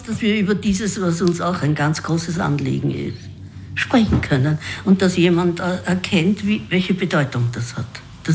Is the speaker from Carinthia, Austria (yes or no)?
no; Vienna, Austria; als meine Eltern in Wien sozusagen die Sesshaftigkeit versucht haben, sind wir vom 4. Bezirk in den 17. Bezirk gekommen.